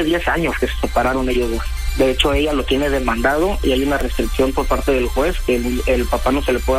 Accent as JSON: {"language": "Spanish", "town": "Acapulco", "region": "Guerrero", "country": "Mexico", "tie": "born or raised there", "said": "nacido y crecido aquí en Acapulco."}